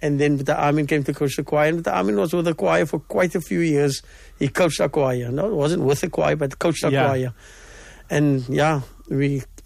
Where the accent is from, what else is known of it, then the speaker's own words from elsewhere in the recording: Cape Town, Western Cape, South Africa; I was in Salt River. You know, we were blessed growing up in Salt River.